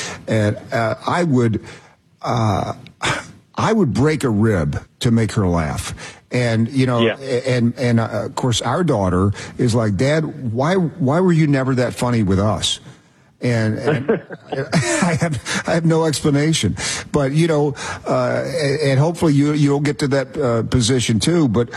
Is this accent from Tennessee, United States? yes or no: yes; Knoxville, Tennessee, United States; I'm originally from Knoxville.